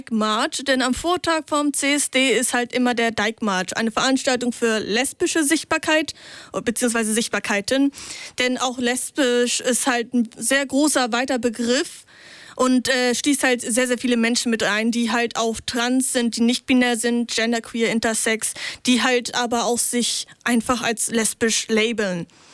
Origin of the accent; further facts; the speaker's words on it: Lower Saxony, Germany; Nee, ich komme tatsächlich aus Niedersachsen.